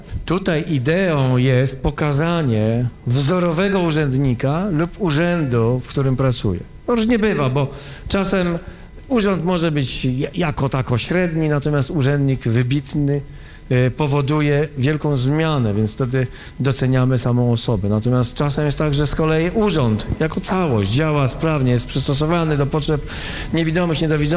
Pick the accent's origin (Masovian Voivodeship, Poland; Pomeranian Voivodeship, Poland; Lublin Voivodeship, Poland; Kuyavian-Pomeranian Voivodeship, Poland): Masovian Voivodeship, Poland; Warsaw; my tutaj z Warszawy odczuwamy to jako warszawiacy